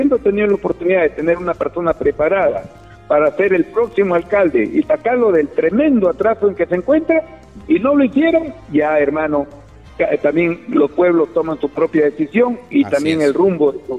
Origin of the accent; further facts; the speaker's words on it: Olmos, Lambayeque, Peru; moved away; Yo soy consciente de que era la oportunidad de volver y estoy nuevamente en mi pueblo. O sea, yo voy y vengo porque tengo mi casa aquí en Olmos. El año 2022 hice mi casa